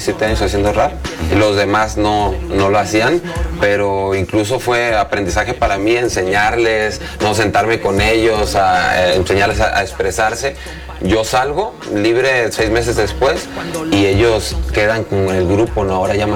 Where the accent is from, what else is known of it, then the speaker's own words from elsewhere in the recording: Tepic, Nayarit, Mexico; Soy de Tepic, Nayarit, orgullosamente.